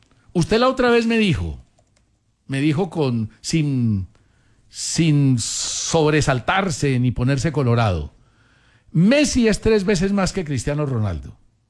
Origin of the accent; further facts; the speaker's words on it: Colombia; yo como hincha de Santa Fe, o simplemente como colombiano